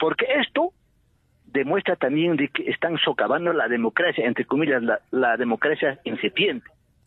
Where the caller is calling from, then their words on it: Juliaca, Puno, Peru; Me comunico de la ciudad de Juliaca.